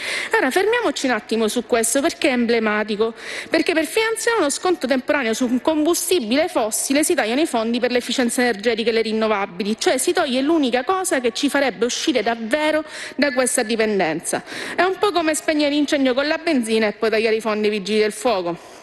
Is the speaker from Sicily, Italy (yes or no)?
yes; Sicily, Italy; mi consente un passaggio sulla mia terra, sulla Sicilia